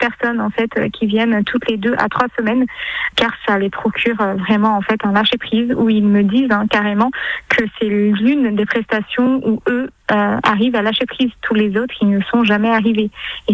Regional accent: Réunion; moved away as an adult; now in France; Je suis arrivée ici en France quand j'avais 18 ans, parce que de base, je viens de l'île de La Réunion.

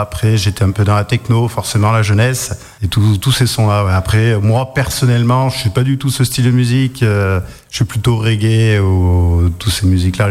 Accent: Auvergne-Rhône-Alpes, France; Alors moi … bon, je suis vraiment un vrai bougnat, donc auvergnat, 100%.

